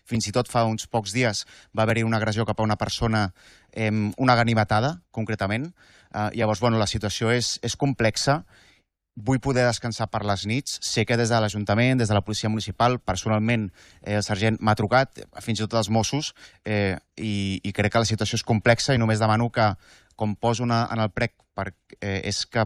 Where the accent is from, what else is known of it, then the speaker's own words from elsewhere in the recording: El Masnou, Catalonia, Spain; moved away as an adult; also born or lived in Teià; now in Premià de Mar, Spain; soc un veí d'aquí de Premià des de fa un any. Jo he viscut a Masnou i Tallà des de tota la vida. I bueno, vaig decidir canviar la meva residència aquí a Premià, doncs havent viscut a diversos llocs del món també.